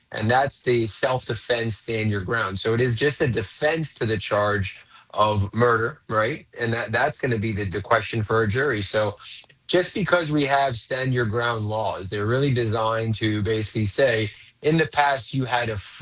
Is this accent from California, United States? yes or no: no; Fort Lauderdale, Florida, United States; Fort Lauderdale is my hometown.